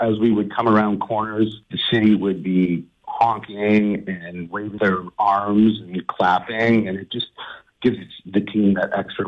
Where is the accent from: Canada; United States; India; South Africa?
Canada; British Columbia; I'm from the Lower Mainland originally